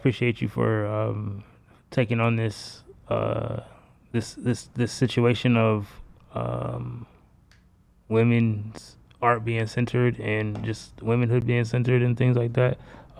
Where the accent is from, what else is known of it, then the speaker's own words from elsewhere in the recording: Rochester, New York, United States; I'm 37 and I grew up here in Rochester